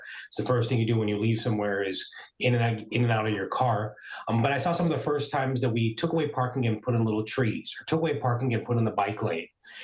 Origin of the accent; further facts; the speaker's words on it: Cupertino, California, United States; I grew up in the town of Cupertino